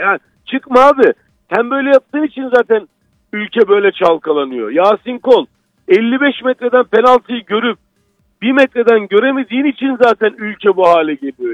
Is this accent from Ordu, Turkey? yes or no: no; Izmit, Kocaeli, Turkey; born there; now in İzmir, Turkey; Doğma bir mezmitli olduğum için Kocaeli'yi de çok yakından takip ediyorum.